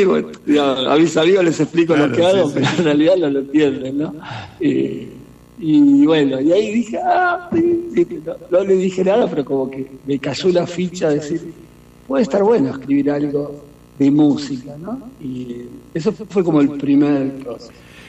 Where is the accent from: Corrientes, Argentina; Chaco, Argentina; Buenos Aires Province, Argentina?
Buenos Aires Province, Argentina; La Plata